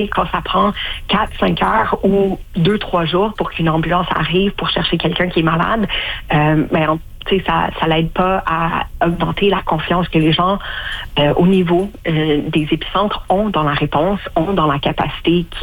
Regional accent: Canada; en tant que Canadienne

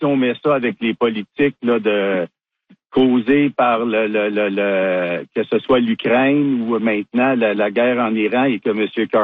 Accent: Quebec, Canada; chez nous au Québec

